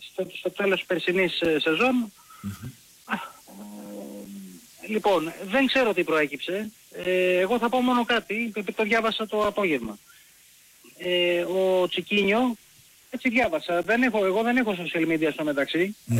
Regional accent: Nea Smyrni, Attica, Greece; από Νέα Σμύρνη, Ολυμπιακός.

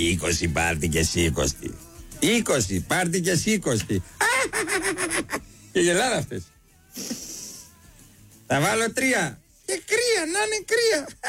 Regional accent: Arta, Epirus, Greece; Εγώ δεν είμαι από το Λακαρνανί. Είμαι από την Άρτα. Άλλο που έχω δεσμούς. Έχω παντού δεσμούς, ρε παιδί μου, αλλά έχω φίλους Αγρίνιο εκεί.

